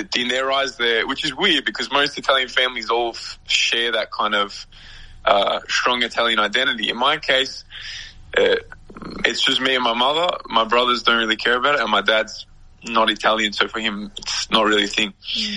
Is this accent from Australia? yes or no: yes; Melbourne, Victoria, Australia; first language English; moved away as an adult; now in Italy; I grew up in Melbourne, we have heaps of Greeks as well